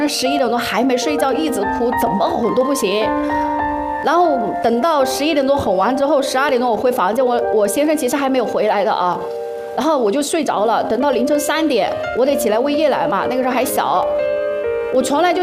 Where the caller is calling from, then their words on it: Changsha, Hunan, China